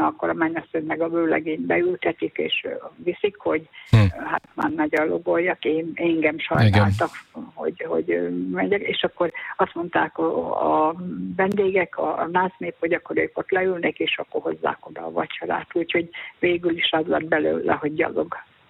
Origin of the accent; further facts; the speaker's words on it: Paszab, Szabolcs-Szatmár-Bereg, Hungary; born there; én Paszabon születtem, ahol a híres világhírű paszabi szőztes, szádas szőzteseket szövik.